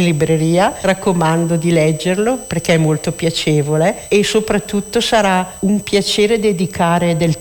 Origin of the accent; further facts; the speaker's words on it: Monte Isola, Lombardy, Italy; Da Brescia, provincia di Brescia, l'isola di Montisola, Lago d'Iseo.